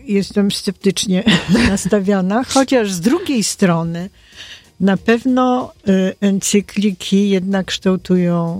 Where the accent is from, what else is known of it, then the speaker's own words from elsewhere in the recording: Bulgaria; moved away; Ja pochodzę z Bułgarii